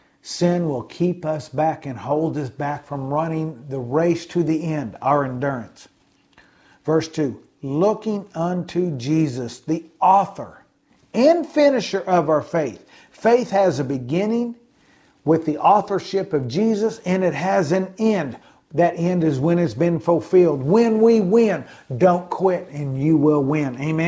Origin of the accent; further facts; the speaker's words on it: Illinois, United States; as a child, growing up in Illinois